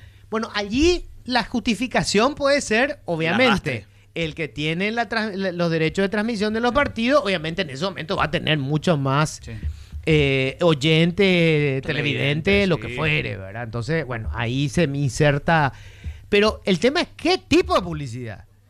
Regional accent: Paraguay; Somos paraguayos, somos gigantes.

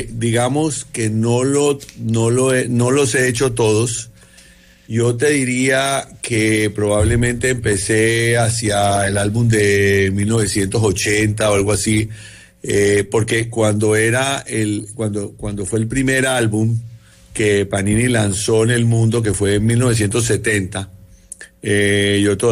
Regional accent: Barranquilla, Atlántico, Colombia; yo soy de Barranquilla y nosotros le decíamos figuritas, caramelos, láminas, stickers.

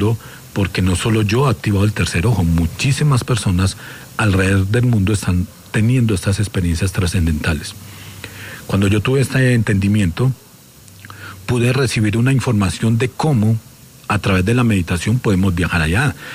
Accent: Pereira, Risaralda, Colombia; Yo soy de Pereira y prácticamente pues no viví el terremoto porque estaba precisamente en Ibagué en estos días

